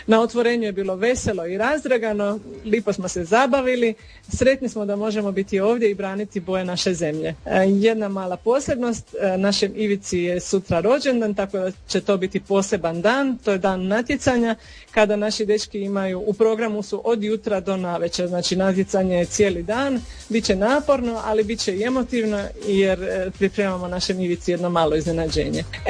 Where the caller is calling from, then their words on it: Zadar, Zadar County, Croatia; Mi smo ekipa iz Hrvatske, ekipa iz Zadra